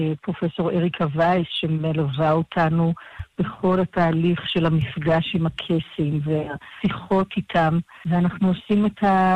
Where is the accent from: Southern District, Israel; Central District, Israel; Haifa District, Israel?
Haifa District, Israel; Haifa; now in Jerusalem, Israel; גדלתי בחיפה, אני כבר הרבה יותר שנים גרה בעיר העתיקה בירושלים ברובע היהודי.